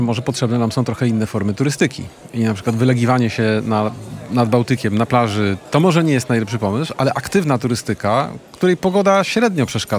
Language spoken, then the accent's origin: Polish; Warsaw, Masovian Voivodeship, Poland; my tutaj warszawiacy